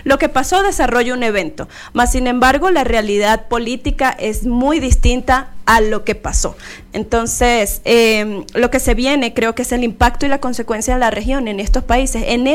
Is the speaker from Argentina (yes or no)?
no; Venezuela; nosotros como venezolanos